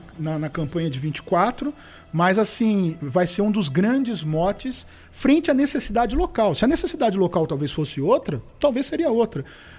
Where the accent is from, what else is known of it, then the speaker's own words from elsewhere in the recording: Bauru, São Paulo, Brazil; moved away as an adult; now in Limeira, Brazil; minha vida hoje está em Limeira. Eu sou natural da cidade de Bauru, passei boa parte da minha vida lá, mas sempre trabalhei fora.